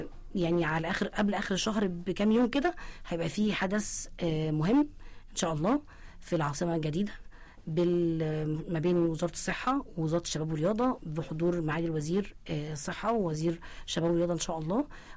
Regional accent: Egypt; احنا شعب مصري

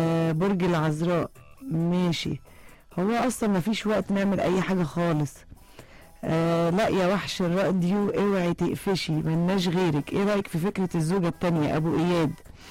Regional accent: Egypt; واحنا مصريين أهل كرم

